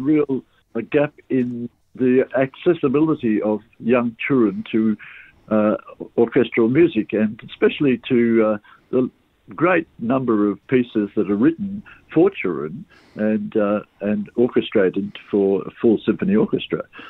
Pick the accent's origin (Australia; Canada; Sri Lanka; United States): Sri Lanka; Colombo, Western Province; moved away; I grew up in Colombo in Sri Lanka